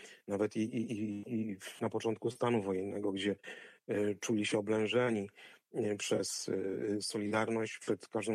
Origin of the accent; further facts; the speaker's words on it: Szczytno, Warmian-Masurian Voivodeship, Poland; ja wychowywałem się na osiedlu, gdzie mieszkały rodziny oficerskie, szczytnie, pilotów z Lipowca, z jednostki wojskowej, a jednocześnie było sporo rodzin milicyjnych, bo też była szkoła milicyjna